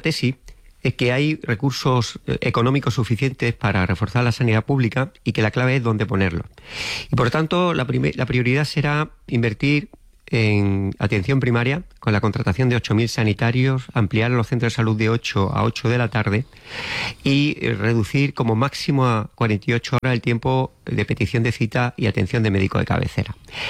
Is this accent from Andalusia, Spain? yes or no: yes; Córdoba, Andalusia, Spain; yo soy cordobés y a veces me contengo así, me da mi lado senequista y no quiero llevarme por la euforia